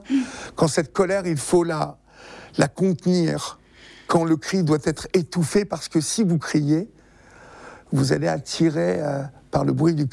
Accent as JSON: {"language": "French", "town": "Évreux", "region": "Normandy", "country": "France", "tie": "born there", "said": "quand j'étais enfant de chœur à Évreux"}